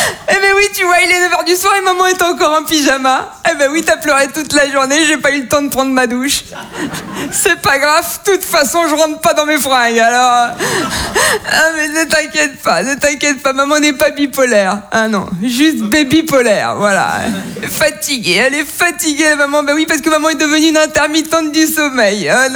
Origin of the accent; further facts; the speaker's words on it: Toulon, Provence-Alpes-Côte d'Azur, France; born there; now in Paris, France; Je suis née en 1996 à Toulon.